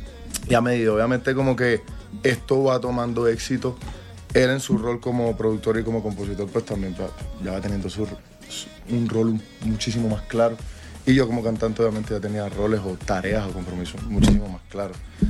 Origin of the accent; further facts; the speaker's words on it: Colombia; yo soy colombiano, yo soy de aquí.